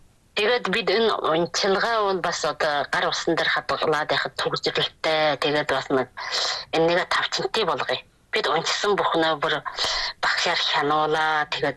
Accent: Inner Mongolia, China; now in New Barag Right Banner, China; Шинэ барга зүүн хүч юуны Жавхлан сумны улаан туг гачааны уугуул байна.

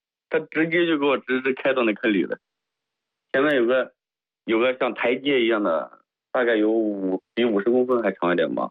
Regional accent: Lanzhou, Gansu, China; now in Shanghai, China; 我老家甘肃兰州那边

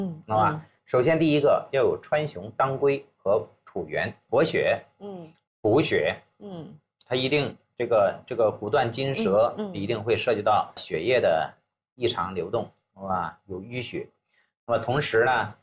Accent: Hebei, China; accent: Hebei dialect; 我们河北话

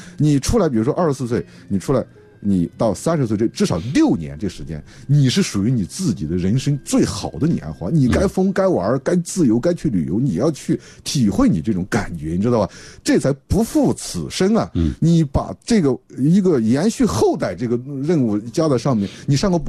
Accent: Sichuan, China; moved away; 我是37岁才结婚，我记得我36岁那年我回去，我老爷子结了，我是四川人啊，因为我出来的比较早。

